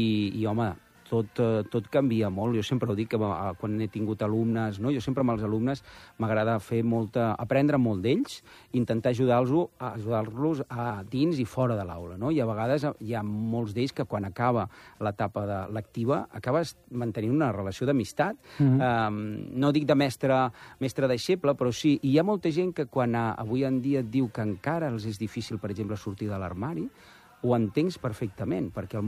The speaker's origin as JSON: {"language": "Catalan", "town": "Barcelona", "region": "Catalonia", "country": "Spain", "tie": "born or raised there", "said": "del 86, a la Vila de Barcelona, i vivíem un barri del qual jo ara n'estic exiliat. Jo sempre dic que sóc un exiliat del Poble Nou."}